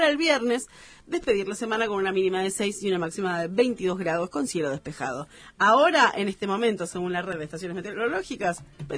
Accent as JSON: {"language": "Spanish", "region": "San Luis", "country": "Argentina", "tie": "born or raised there"}